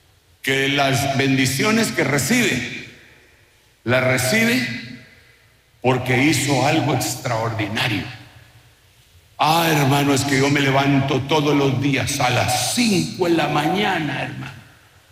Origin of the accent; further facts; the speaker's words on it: Guatemala; moved away; Ahí en mi tierra hay un lugar que se llama Esquipulas